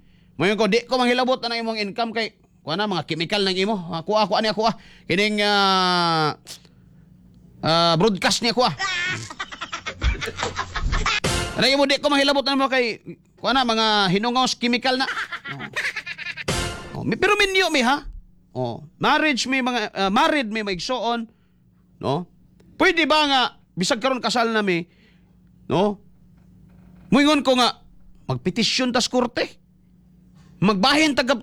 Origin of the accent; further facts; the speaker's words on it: Davao, Davao Region, Philippines; Siya nga, taga-Dabaw ako, oh, pero hindi ko narinig yung huna sa subdivision, ha?